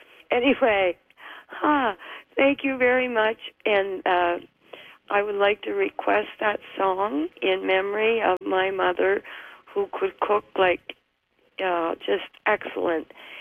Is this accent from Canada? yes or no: yes; the Miramichi, New Brunswick, Canada; now in Moncton, Canada; New Brunswick, the place that I call home. We grew up on the Miramichi